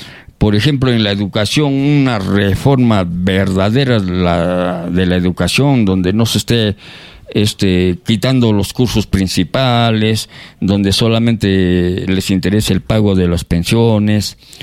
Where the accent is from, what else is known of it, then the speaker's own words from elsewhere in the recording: Lima, Peru; A mí no me vengan con cuentos que yo soy limeño